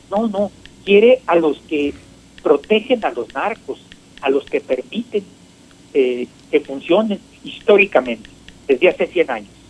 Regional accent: Mexico; nos debería tener muy ocupados como mexicanos

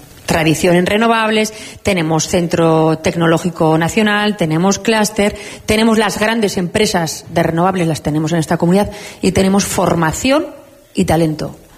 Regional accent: Navarre, Spain; los navarros somos plurales, diversos, navarros que se sienten vascos, navarros que se sienten del mundo

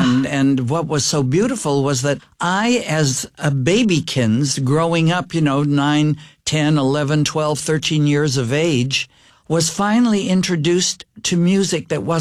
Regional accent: Montreal, Quebec, Canada; born there; moved away; I was born in Montreal, Canada, where you had to be 16 years old to go to the movies.

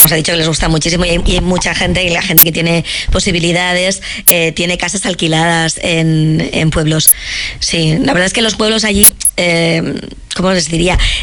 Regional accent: Castile and León, Spain; now in Germany; Y eso es algo que te extraña cuando vienes de España, ¿no? Que muchas veces, yo que soy de Castilla y León, bueno, pues ves a pueblos muy pequeñitos

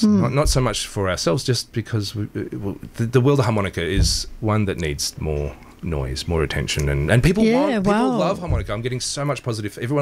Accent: Melbourne, Victoria, Australia; No, I grew up in Baldwin, just over the road.

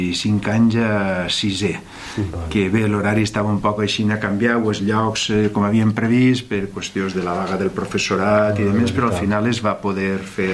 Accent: Castalla, Valencian Community, Spain; És molt important perquè es fa en el meu poble.

